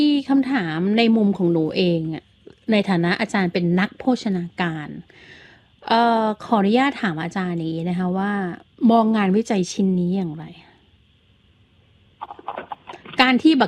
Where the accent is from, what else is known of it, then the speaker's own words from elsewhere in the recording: Isan, Thailand; คุณผู้ฟังเราเป็นคนอีสานฝั่งเดียวกันเนาะ